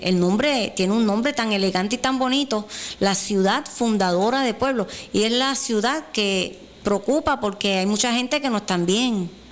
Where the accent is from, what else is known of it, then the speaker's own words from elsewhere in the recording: San Germán, Puerto Rico; also born or lived in Sabana Grande; Yo me crié aquí en San Germán, me siento bien orgullosa también de este pueblo.